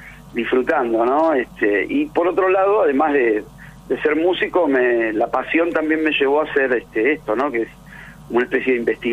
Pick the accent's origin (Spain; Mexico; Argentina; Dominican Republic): Argentina; Mar del Plata, Buenos Aires Province; la suerte que tuve de ver a … yo soy de Mar del Plata.